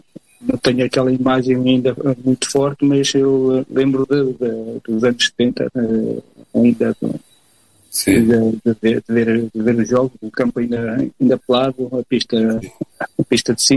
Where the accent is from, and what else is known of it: Viseu, Centro, Portugal; born or raised there; also born or lived in Angola